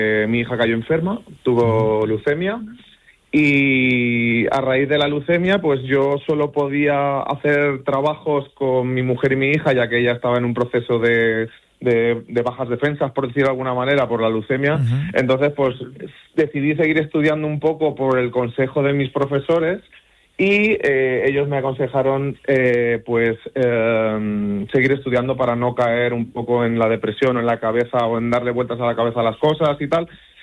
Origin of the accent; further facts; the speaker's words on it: Valencia, Valencian Community, Spain; also born or lived in Carboneras de Guadazaón, Cuenca; yo soy de Carboneras, aunque he vivido toda mi vida en Valencia y tal, pues siempre he estado vinculado a mi pueblo, que es donde son mis padres y a donde he sido feliz de niño y he estado prácticamente todos los veranos y todas las fiestas.